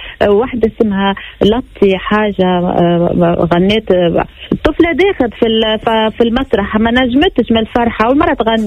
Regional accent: Tunisia; لو أنت معناتها علاش الفرصة هذه ما تتعطاك الفنان التونسي؟ بالنهاية أنا بنت تونس.

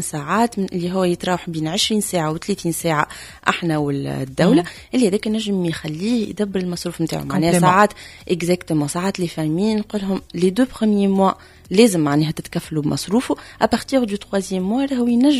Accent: Tunisia; الجامعات البريفي اللي عندنا في تونس.

